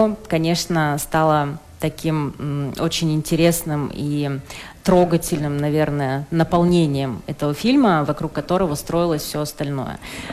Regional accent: Chelyabinsk, Chelyabinsk Oblast, Russia; born there; Я родилась в Челябинске, на Южном Урале

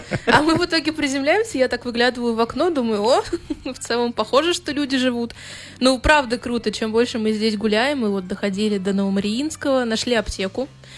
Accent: Moscow, Russia; я москвичка с перевесом в чемодане

